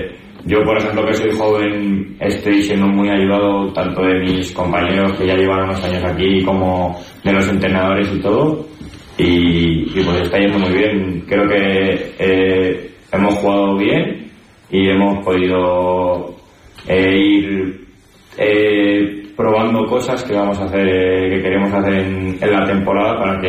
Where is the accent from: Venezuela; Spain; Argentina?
Spain; Navarre; Pues yo toda mi vida he jugado al fútbol en Navarra, en mi pueblo, y pues un profesor de la ESO me introdujo al voleibol